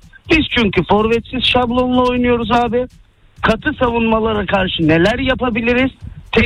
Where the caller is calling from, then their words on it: Istanbul, Turkey; ben İstanbul'dan.